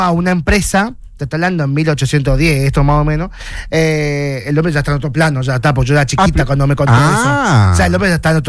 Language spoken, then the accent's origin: Spanish; Mar del Plata, Buenos Aires Province, Argentina; Yo soy marplatense